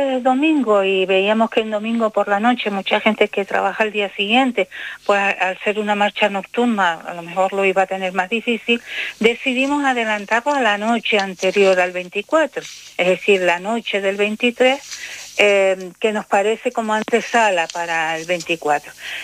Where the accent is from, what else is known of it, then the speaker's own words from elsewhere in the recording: Tenerife, Canary Islands, Spain; las mujeres que pertenecemos a este Tagoror y que somos de Tenerife